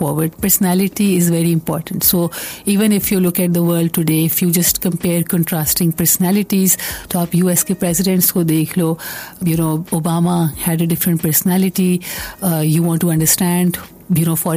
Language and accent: English; Pakistan